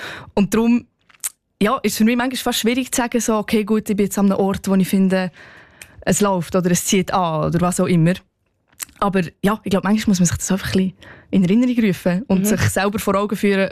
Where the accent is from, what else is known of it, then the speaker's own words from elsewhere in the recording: Solothurn, Switzerland; Ja, genau. Ich bin eher der Kaffmensch aus dem 200-Seelendorf.